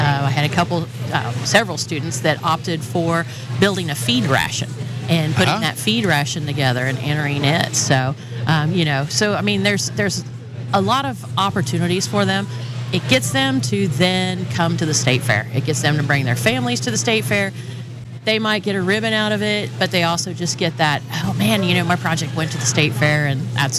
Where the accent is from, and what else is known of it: Wellington, Kansas, United States; born or raised there; also born or lived in Abilene